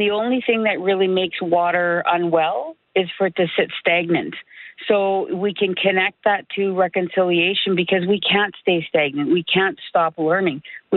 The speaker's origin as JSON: {"language": "English", "region": "Northern Canada", "country": "Canada", "tie": "born or raised there", "moved": "yes", "said": "I was born and raised in the North."}